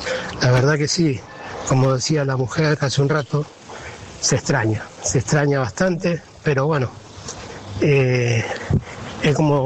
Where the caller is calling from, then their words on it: Vilanova i la Geltrú, Catalonia, Spain; de Barcelona, precisamente cerca de Siche, estoy al lado de Siches, en un pueblo llamado Vilanova y la Geltrú.